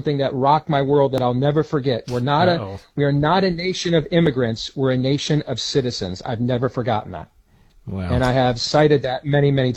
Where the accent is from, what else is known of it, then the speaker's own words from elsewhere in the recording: Iowa, United States; I've seen in my home state of Iowa, We've got a primary coming up on Tuesday.